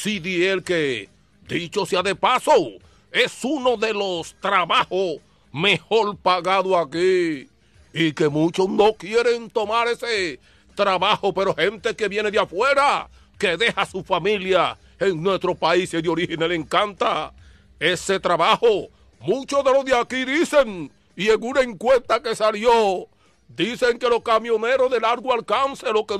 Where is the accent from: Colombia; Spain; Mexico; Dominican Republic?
Dominican Republic; now in Boston, United States; Tanto problema que tiene mi tierra, señores.